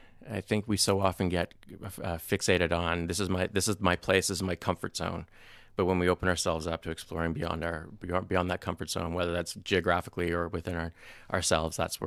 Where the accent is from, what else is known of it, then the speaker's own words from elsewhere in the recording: Ottawa, Ontario, Canada; So originally from Ottawa, nation's capital.